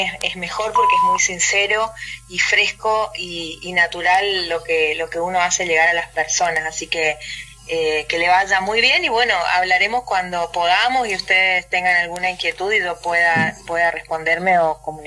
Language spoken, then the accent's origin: Spanish; Santa Lucía, Corrientes, Argentina; Yo soy de Santa Lucía, una localidad muy cerca de Goya.